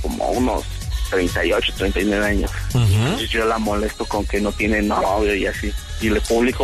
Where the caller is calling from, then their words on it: Tizayuca, Hidalgo, Mexico; yo soy de Tizayuca.